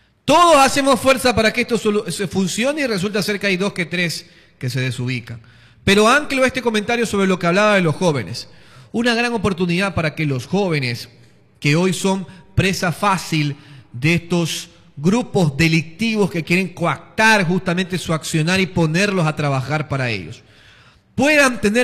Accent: Manta, Manabí, Ecuador; yo soy de Manta

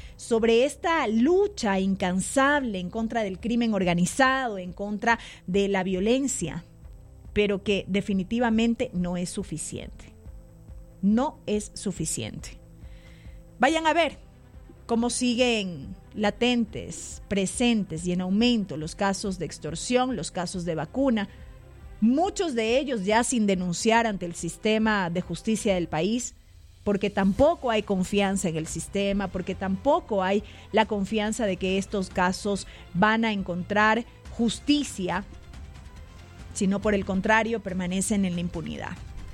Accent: Ecuador; los que pagan los platos rotos somos todos los ecuatorianos.

